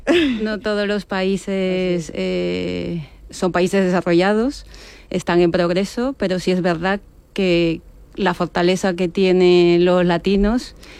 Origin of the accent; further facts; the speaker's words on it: Lima, Peru; now in Spain; mi rincón favorito es mi ciudad de origen, Lima, que me hace recordar que cada vez que vuelvo, mis raíces